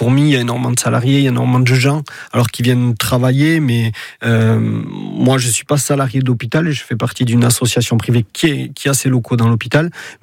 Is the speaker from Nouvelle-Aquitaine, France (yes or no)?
yes; Nouvelle-Aquitaine, France; moved away as an adult; now in Basque Country, France; Alors moi, je suis d'un petit village qui s'appelle Coiraza, dont je suis très fier, dans le Béarn donc.